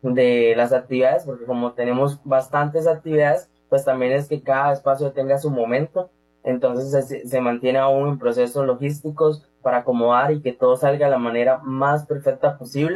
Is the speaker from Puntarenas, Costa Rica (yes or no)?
no; Limón, Costa Rica; Soy de Limón Centro.